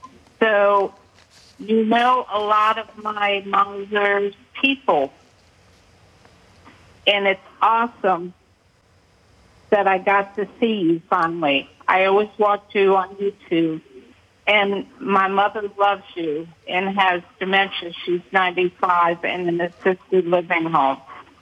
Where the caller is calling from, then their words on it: Cincinnati, Ohio, United States; I live here in Cincinnati, Ohio.